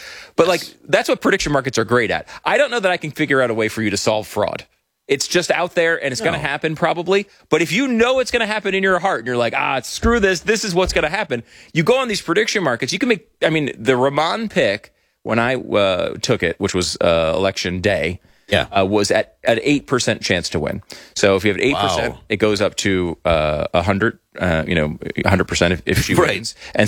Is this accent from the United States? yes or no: yes; Connecticut, United States; now in Texas, United States; I grew up in Connecticut.